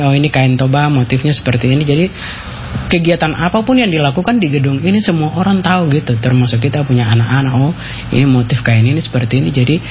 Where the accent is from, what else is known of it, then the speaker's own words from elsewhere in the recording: Papua, Indonesia; kita perempuan. Papua. Betul. Juga perempuan Moi.